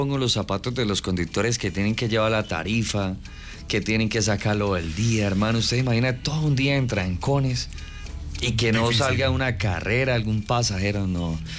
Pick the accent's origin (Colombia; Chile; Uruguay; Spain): Colombia; O sea, yo soy colombiano y le hago fuerza a los equipos que hacen parte en los torneos internacionales que representan a Colombia.